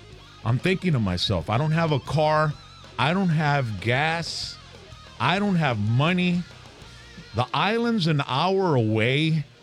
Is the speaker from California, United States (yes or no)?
no; Mercedes, Texas, United States; 17 years old, I was a DJ there. And I'm from Mercedes, man.